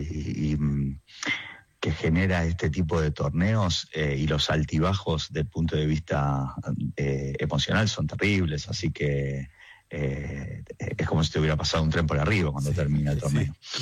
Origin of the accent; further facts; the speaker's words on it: Argentina; nosotros la verdad que estamos acostumbrados como argentinos en todo a arreglarnos con lo que hay, ¿viste?